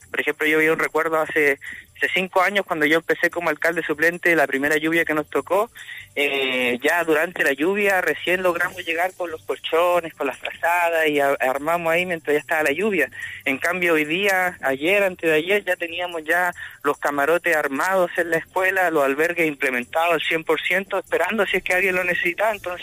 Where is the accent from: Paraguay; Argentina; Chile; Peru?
Chile; Tierra Amarilla, Atacama; nacido y criado en Tierra Amarilla, al frente del río, así que conozco aquí bien mi territorio.